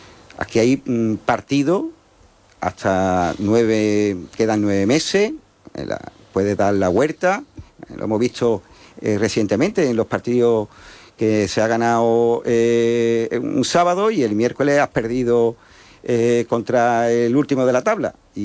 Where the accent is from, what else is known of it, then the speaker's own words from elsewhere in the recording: Jerez de la Frontera, Andalusia, Spain; me siento muy jerezano y que por encima de todo está mi ciudad, que es donde yo he nacido, me he criado y espero morir aquí, en esta maravillosa ciudad.